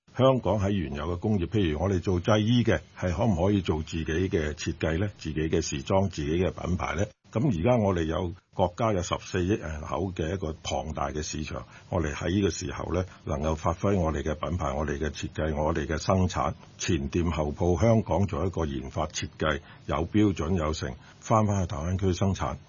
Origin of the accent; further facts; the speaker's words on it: China; 我們中國人比較上是不是很注重我們的產品的包裝的。